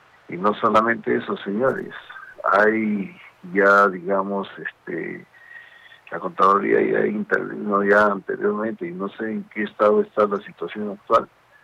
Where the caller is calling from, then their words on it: Cerro Colorado, Arequipa, Peru; Soy un poblador de Cerro Colorado